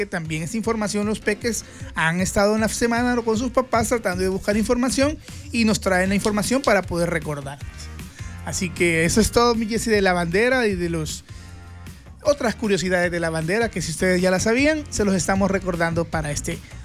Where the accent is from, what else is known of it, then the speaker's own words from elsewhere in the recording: El Salvador; identificarnos como salvadoreños